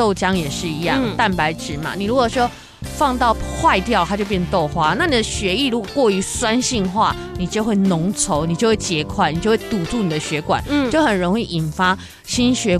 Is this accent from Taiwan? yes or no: yes; Taiwan; 其实我们台湾人最害怕的是什么？是大肠癌。